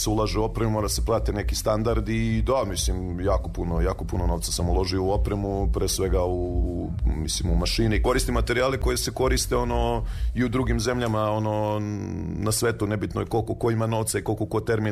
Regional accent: Gornji Milanovac, Šumadija and Western Serbia, Serbia; rodom sam iz Gornjeg Milanovca, već tetoviram preko 15 godina.

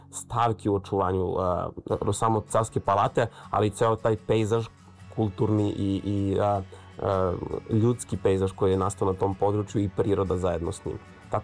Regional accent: Zaječar, Zaječar District, Serbia; ja sam odrasao u blizini Gamzigrada, pošto sam rodom iz Zaječara

